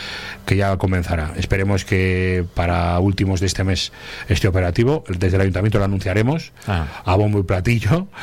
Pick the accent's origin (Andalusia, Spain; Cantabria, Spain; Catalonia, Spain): Cantabria, Spain; Laredo; yo que soy de San Lorenzo